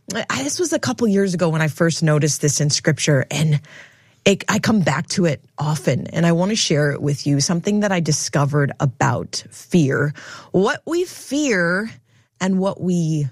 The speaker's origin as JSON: {"language": "English", "region": "Midwest", "country": "United States", "tie": "born or raised there", "said": "I grew up in the Midwest, so tornadoes were the thing that..."}